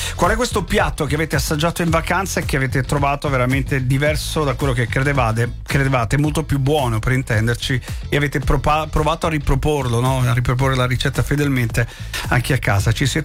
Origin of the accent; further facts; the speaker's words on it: Rome, Lazio, Italy; Che ne so, sono romano, ma il risotto alla milanese come lo fanno a Milano non lo fanno nessuna parte, per intenderci.